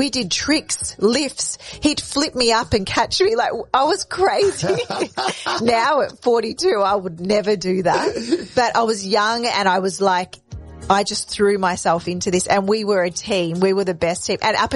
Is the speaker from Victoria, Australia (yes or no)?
yes; Melbourne, Victoria, Australia; because I'm from Melbourne.